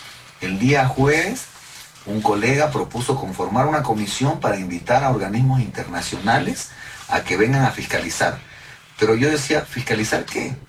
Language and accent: Spanish; Bolivia; como legisladores, como bolivianos, todos